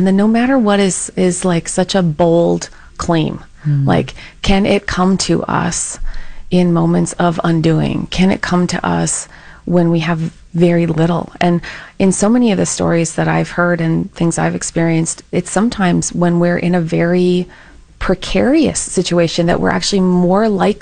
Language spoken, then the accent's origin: English; Canada; now in North Carolina, United States; I'm from Canada, so I'm like horrified by the creatures where I live in North Carolina.